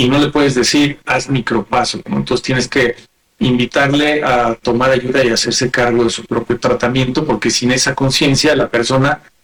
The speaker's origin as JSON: {"language": "Spanish", "country": "Mexico", "said": "nosotras y a nosotros como familias mexicanas"}